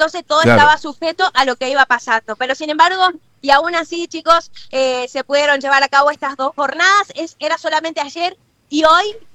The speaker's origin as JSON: {"language": "Spanish", "town": "Tartagal", "region": "Salta", "country": "Argentina", "moved": "as an adult", "lives_now": "Salta, Argentina", "said": "Yo soy de, en realidad soy de Tartagal, pero vivo en Salta Capital, porque vine a estudiar y ya me quedé aquí, pero soy de Salta Capital."}